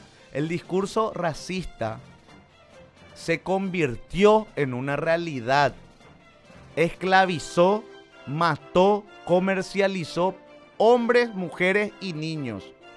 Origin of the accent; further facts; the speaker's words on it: Paraguay; no soy paraguayo